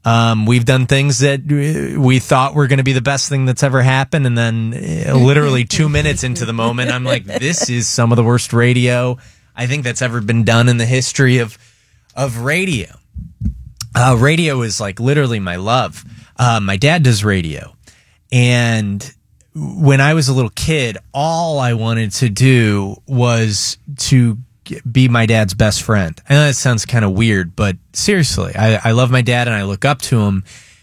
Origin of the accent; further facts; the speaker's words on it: Michigan, United States; moved away as an adult; also born or lived in Chicago / Detroit; I'll never forget getting the call when we lived in Detroit, Michigan. I met Jed in high school, by the way, so we grew up in Michigan.